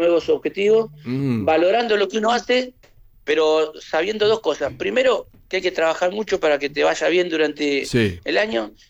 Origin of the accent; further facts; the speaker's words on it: Argentina; cómo somos los argentinos. Los argentinos somos gente de una economía muy endeble, muy complicada